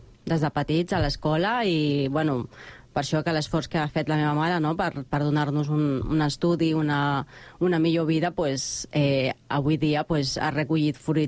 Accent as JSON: {"language": "Catalan", "town": "Guayaquil", "region": "Guayas", "country": "Ecuador", "said": "bon dia. Jo sóc de l'Equador, concretament de Guayaquil, un poble que està a 2 hores, per dir-ho així. El meu poble és petit, és pobre, per dir-ho així."}